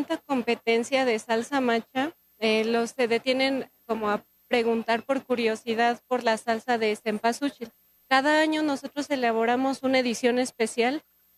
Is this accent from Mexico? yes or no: yes; Tecamachalco, Puebla, Mexico; Bueno, nosotros venimos de Tecamachalco, Puebla. Ajá, pues es el municipio de Tecamachalco.